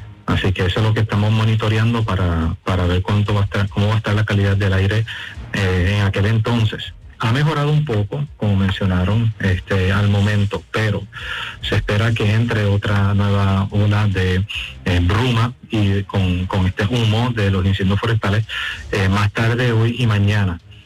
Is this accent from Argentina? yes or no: no; Puerto Rico; Perdóname, soy puertorriqueño, del noreste de los Estados Unidos.